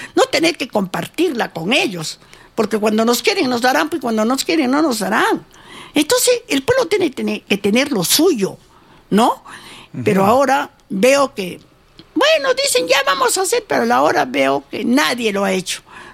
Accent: Peru; nosotros somos peruanos.

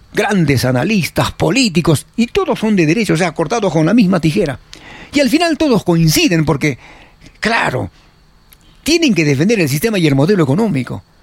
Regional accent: Peru

